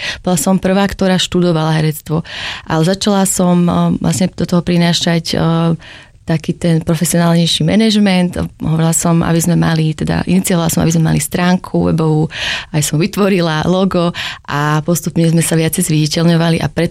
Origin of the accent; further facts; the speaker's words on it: Nitra, Nitra Region, Slovakia; born there; keď Nitra kandidovala, moje rodné mesto, ako si vyhral Trenčín, ale my sme boli tiež dosť blízko.